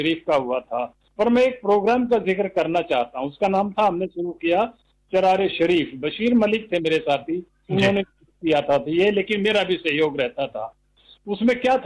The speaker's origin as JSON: {"language": "Hindi", "town": "Harsinghpura", "region": "Haryana", "country": "India", "tie": "born or raised there", "moved": "yes", "lives_now": "Hisar, India", "said": "मेरे गांव हरसिंहपुरा में, ये भी करनाल जिले में है"}